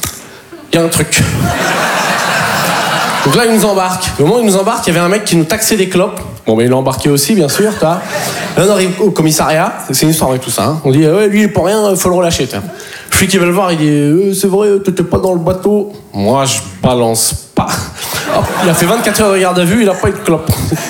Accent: Poitiers, Nouvelle-Aquitaine, France; moi, en plus, je viens de Poitiers.

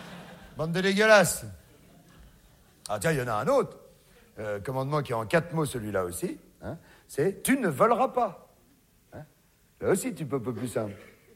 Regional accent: France; chez nous, en France

